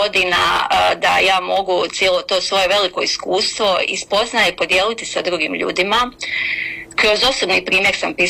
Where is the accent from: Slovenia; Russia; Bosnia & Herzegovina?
Bosnia & Herzegovina; Vareš, Federation of Bosnia and Herzegovina; moved away as an adult; now in Rijeka, Croatia; Pa ja sam rođena u Varešu, odrasla sam, pohađala sam osnovnu školu i srednju školu i nakon ratnih zbivanja, to je tijekom 93. sam preselila u Hrvatsku.